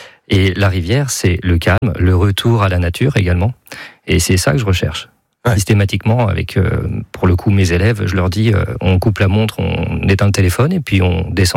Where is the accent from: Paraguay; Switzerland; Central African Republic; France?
France; Mayenne, Pays de la Loire; Je suis né à Mayenne, j'ai vécu à Mayenne, je vis avec la rivière.